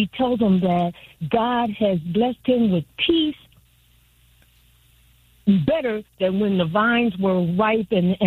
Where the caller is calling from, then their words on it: Cleveland, Ohio, United States; from Cleveland.